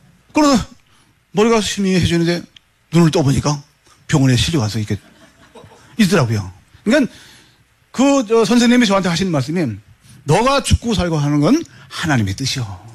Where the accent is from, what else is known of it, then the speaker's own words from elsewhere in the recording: North Korea; now in South Korea; 난 북한 놈 맞아.